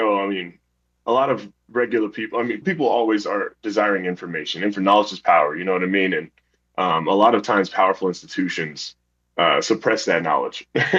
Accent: Arvada, Colorado, United States; I'm a Colorado kid. I grew up in just outside of Denver in Arvada, Colorado. I went to Arvada West and then Ralston Valley, and then graduated in 2016

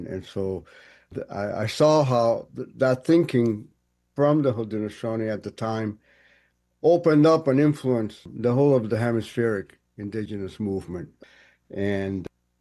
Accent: Camagüey, Cuba; moved away; I'm from Camagüey. Our families were traditionally Guajiro people, illiterate peasantry, it would be called at the time, campesino

